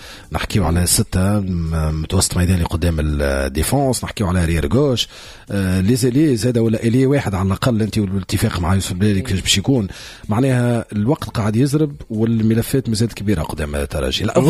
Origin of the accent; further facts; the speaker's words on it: Tunisia; معناها على المواهب البرشا اللي عندنا في تونس